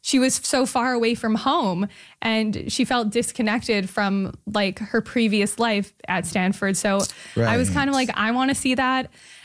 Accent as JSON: {"language": "English", "town": "Montreal", "region": "Quebec", "country": "Canada", "tie": "born or raised there", "said": "to my hometown."}